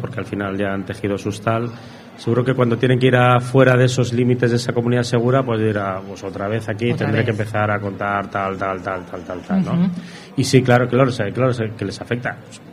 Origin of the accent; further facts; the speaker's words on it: Ermua, Basque Country, Spain; Spanish is a second language; No, pues yo soy de Ermua, ya, pero ¿de dónde? Que soy de Ermua.